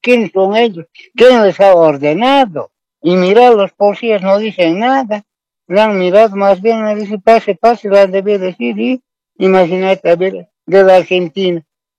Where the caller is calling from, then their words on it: Punata, Cochabamba, Bolivia; yo hablo de aquí, del Valle Alto, de Punata.